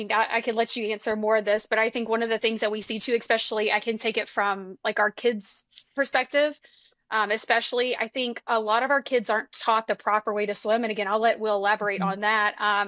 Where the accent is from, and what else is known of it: Alabama, United States